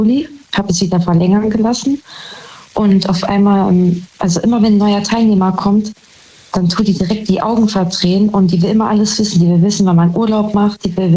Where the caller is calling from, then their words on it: Saarbrücken, Saarland, Germany; Saarbrücken.